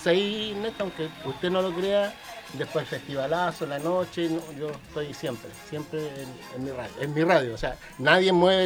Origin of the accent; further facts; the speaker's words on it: Quilpué, Valparaíso, Chile; Yo soy de Quilpué